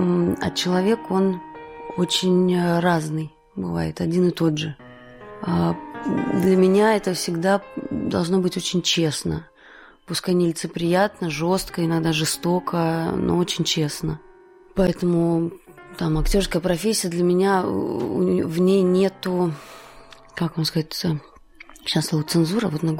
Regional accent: Latvia; moved away as an adult; also born or lived in Moscow; я латышка, иностранная гражданка

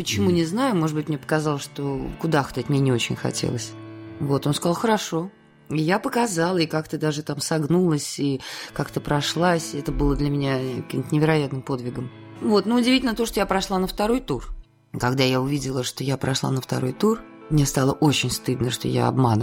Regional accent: Moscow Oblast, Russia; moved away as an adult; also born or lived in Saratov; Я в Саратове никогда не жила, я уехала туда из Москвы. Потому что я жила под Москвой, и родители у меня жили там.

